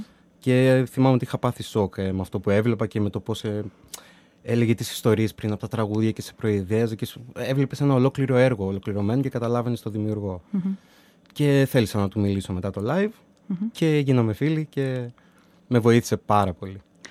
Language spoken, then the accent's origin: Greek; Xanthi, Eastern Macedonia and Thrace, Greece; also born or lived in Thessaloniki; now in Athens, Greece; Είμαι από την Ξάνθη